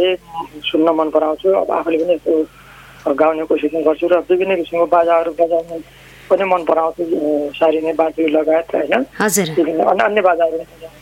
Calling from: Banke District, Lumbini Province, Nepal; म बाँके जिल्ला

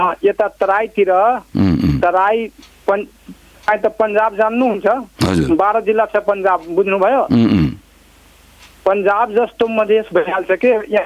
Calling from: Janakpur, Madhesh Province, Nepal; जनकपुर गाउँतिर, जनक मेरो गाउँको नाम कटरेज हो।

